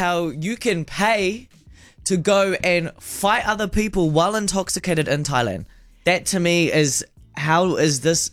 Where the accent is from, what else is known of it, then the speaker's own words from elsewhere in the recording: Pukekohe, Auckland, New Zealand; I'm from Pukekohe. We're a bit bogan out those ways